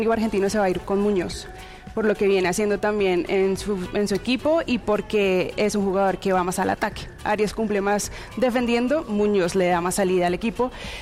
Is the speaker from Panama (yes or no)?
no; Colombia; Soy una colombiana más que hoy está ilusionada con una selección que viene haciendo las cosas bien